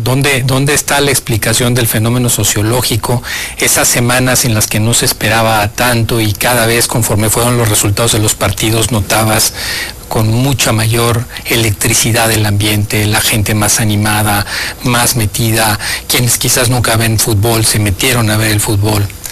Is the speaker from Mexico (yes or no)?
yes; Mexico; somos mexicanos, y eso lo tenemos muy claro